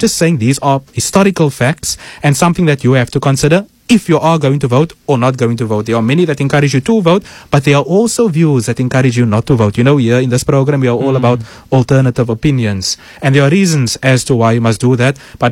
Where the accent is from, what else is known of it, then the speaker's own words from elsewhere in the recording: Cape Town, Western Cape, South Africa; I'm from Athlone area